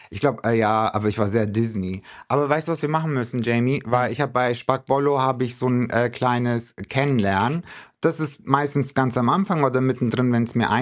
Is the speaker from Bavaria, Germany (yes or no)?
yes; Rothenburg ob der Tauber, Bavaria, Germany